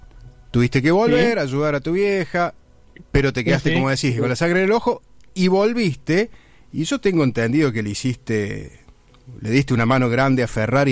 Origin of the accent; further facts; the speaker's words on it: Córdoba, Argentina; En el día a día es difícil para quienes nos vinimos del interior de Córdoba, cuando teníamos 17 años, a trabajar y estudiar a Córdoba